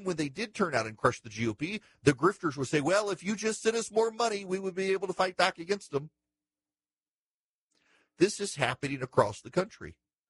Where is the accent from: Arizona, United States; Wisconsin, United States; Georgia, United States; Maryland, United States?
Georgia, United States; And I see it in my home state of Georgia so clearly right now